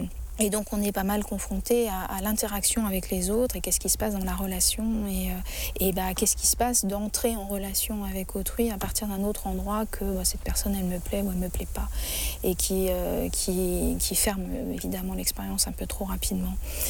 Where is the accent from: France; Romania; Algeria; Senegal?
France; en tant que Française